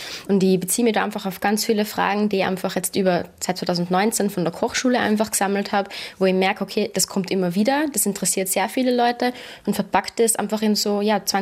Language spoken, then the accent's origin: German; Kufstein, Tyrol, Austria; Ich bin ja wirklich aufgewachsen im Wirtshaus.